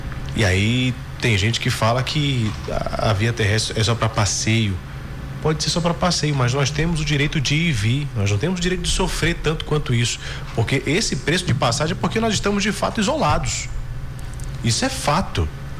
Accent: North Region, Brazil; como nortistas que somos. A situação não é fácil da gente que mora aqui.

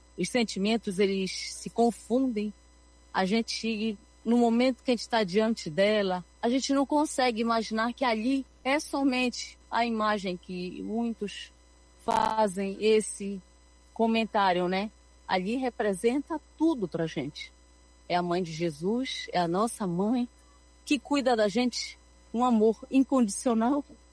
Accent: Pará, Brazil; Eu, como paraense, nascida e criada aqui, já estive fora um tempo

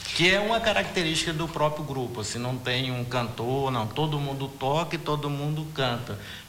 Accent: Xapuri, Acre, Brazil; moved away as an adult; now in Rio Branco, Brazil; Eu sou de Chapuri. E eu sempre gostei de música, e desde criança que eu toco, meus tios tiveram bandas, eu sempre acompanhei, eu já tive banda lá, né, e aí quando eu... passei a morar em Rio Branco

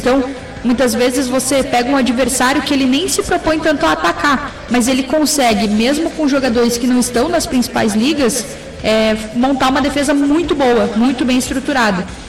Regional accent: Vacaria, Rio Grande do Sul, Brazil; now in Rio de Janeiro, Brazil; É difícil bater a minha cidade natal, não é nem o meu estado, é a minha cidade natal.

